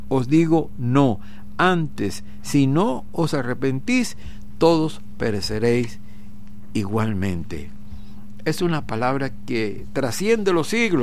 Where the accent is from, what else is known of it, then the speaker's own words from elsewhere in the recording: Venezuela; ¿Cómo podemos nosotros como venezolanos tomar una posición